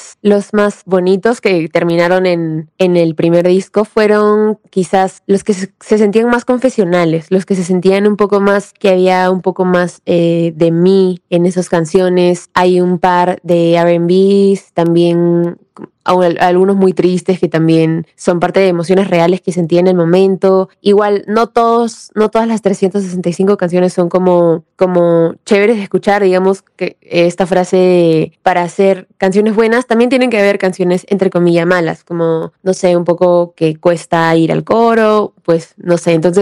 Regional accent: Lima, Peru; Yo estuve en el coro de mi colegio y también tuve una formación pues musical ahí en mi país, en Lima.

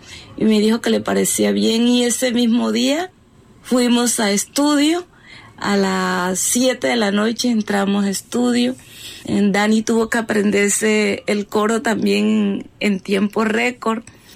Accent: San Martín de Loba, Bolívar, Colombia; born there; cantautora de los ritmos de tambora. Nací en San Martín de Loba, sur del departamento de Bolívar.

